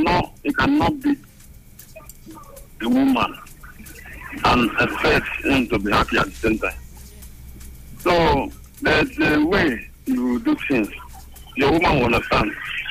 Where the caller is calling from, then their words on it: Asaba, Delta, Nigeria; I'm calling from Asaba.